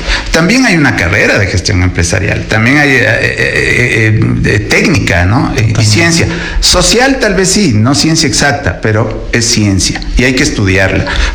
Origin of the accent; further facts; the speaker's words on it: Ecuador; los ecuatorianos